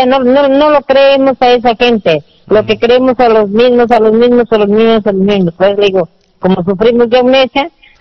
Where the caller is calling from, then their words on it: Peru; es que así somos los peruanos.